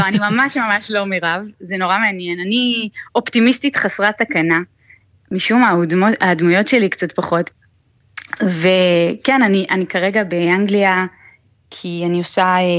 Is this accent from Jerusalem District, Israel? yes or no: no; Ramat Gan, Tel Aviv District, Israel; אני במקרה גדלתי ברמת גן, עיר הבירה של העיראקים בארץ, אצלנו באמת...